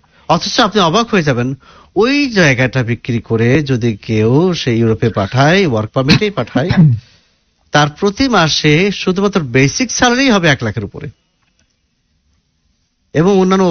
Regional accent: Kushtia, Khulna Division, Bangladesh; আমার বাড়ি কুষ্টিয়াতে, তো আমার বাড়ি যেখানে তার কাছেই ঠিক আরেকজনের বাড়ি

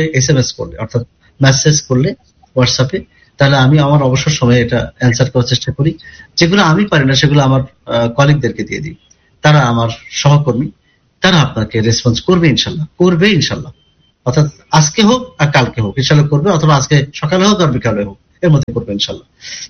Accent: Kushtia, Khulna Division, Bangladesh; আমার বাড়ি যেমন কুষ্টিয়া হতে পারে

